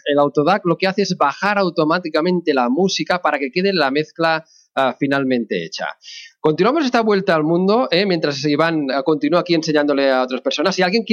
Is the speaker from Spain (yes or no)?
yes; Barcelona, Catalonia, Spain; moved away as an adult; now in Madrid, Spain; Yo soy catalán de Barcelona.